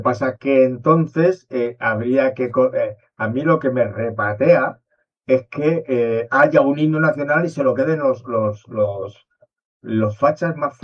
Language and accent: Spanish; Madrid, Community of Madrid, Spain